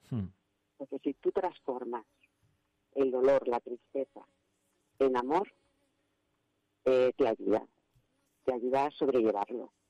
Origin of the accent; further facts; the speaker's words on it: Barcelona, Catalonia, Spain; Lo mismo vivía en Girona como vivía, porque nosotros somos de Barcelona, de Cataluña.